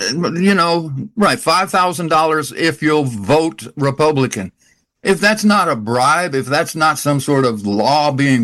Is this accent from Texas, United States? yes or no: yes; Texas, United States; No, I'm a Texan.